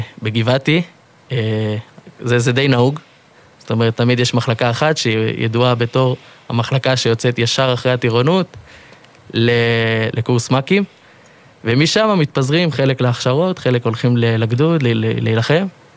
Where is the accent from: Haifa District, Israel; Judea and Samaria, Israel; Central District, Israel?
Judea and Samaria, Israel; Ma'ale Adumim; אני מגיע ממעלה אדומים, שם גדלתי כל חיי, בן 22 כבר